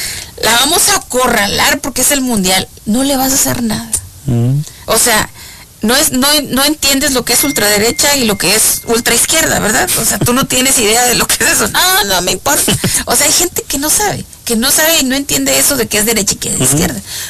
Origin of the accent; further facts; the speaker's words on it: Mexico; para nosotros como mexicanos